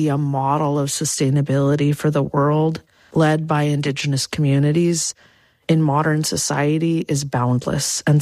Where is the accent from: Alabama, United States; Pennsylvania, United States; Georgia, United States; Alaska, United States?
Alaska, United States; Clark's Point; born or raised there